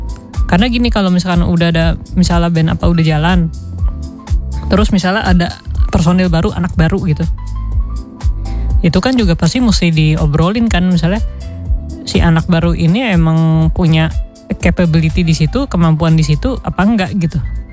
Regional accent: Jakarta, Indonesia; Dan gue anak Jakbar sendiri

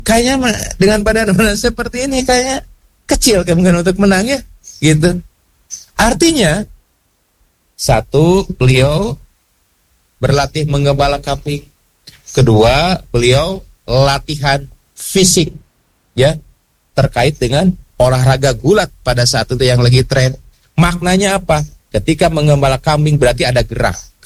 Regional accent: Garut, West Java, Indonesia; born there; Toh kambing teh dengan Garut kelahirannya bareng sama saya toh. Ya saya lahir di Garutnya

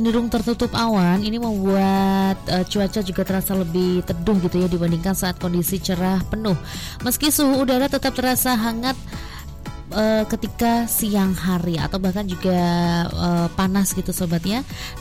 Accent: Java, Indonesia; kalau kita orang Jawa itu menyebutnya dengan bedinding gitu ya

